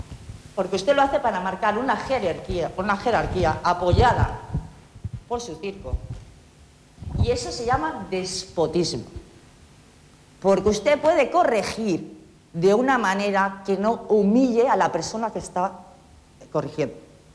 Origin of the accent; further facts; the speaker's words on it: Catalonia, Spain; born there; Yo me considero catalana, me considero española, yo me considero catalana, nací en Cataluña, pero soy española porque nací en España.